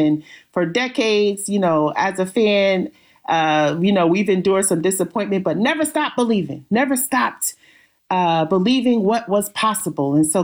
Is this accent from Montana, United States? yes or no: no; New York, United States; But I'm excited as a New Yorker to celebrate the Knicks championship